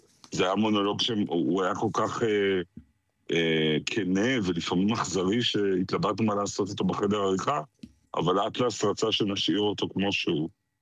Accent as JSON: {"language": "Hebrew", "town": "Ramat Gan", "region": "Tel Aviv District", "country": "Israel", "tie": "born or raised there", "said": "אני רמת גני. הייתה ספרייה קטנה ברחוב החיצון, שזה גם אחלה שם ברמת גן"}